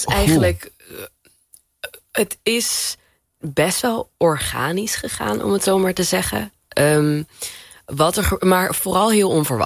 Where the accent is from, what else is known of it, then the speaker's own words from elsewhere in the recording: Suriname; om als Surinamer denk ik wel trots op te zijn.